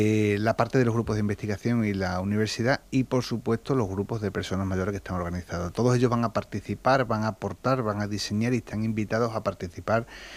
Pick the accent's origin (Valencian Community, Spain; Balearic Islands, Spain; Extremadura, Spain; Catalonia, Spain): Extremadura, Spain; Almendralejo; Yo soy de Almendralejo, una ciudad cercana aquí a Mérida.